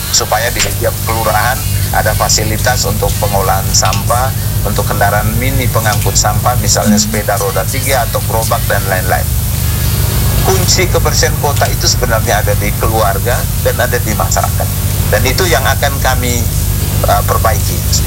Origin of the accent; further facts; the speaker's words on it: Ende, East Nusa Tenggara, Indonesia; citra diri kita, jati diri kita sebagai orang Ende yang bertanggung jawab terhadap kebersihan kota.